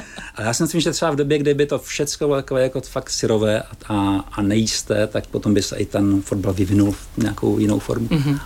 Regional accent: Moravská Třebová, Pardubice Region, Czechia; also born or lived in Svitavy / Ostrava; Rodné není, já jsem se narodil ve Svitavech v Rodnici a pak jsem žil v Moravské Třebové. Takže jsem vlastně spíš jakoby srdcem Moravsko-Třebovák, ale i Ostravák, kam jsem se stěhoval za tátou.

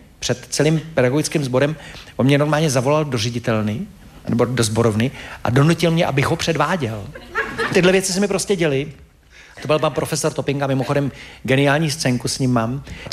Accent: Most, Ústí nad Labem Region, Czechia

